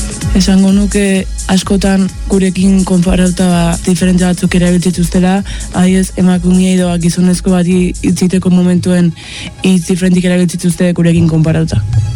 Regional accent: Azpeitia, Basque Country, Spain; 16 urte dauzket eta Azpeitiarra naiz.

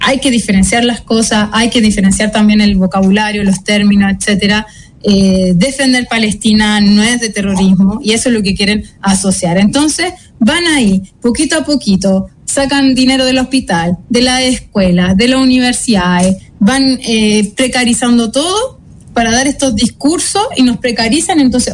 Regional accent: Chile; como yo como soy chilena y sigo las noticias chilenas

